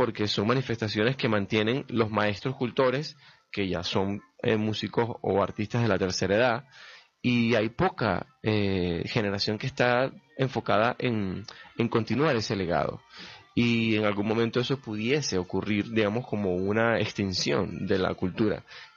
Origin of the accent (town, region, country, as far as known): Venezuela; now in Barquisimeto, Venezuela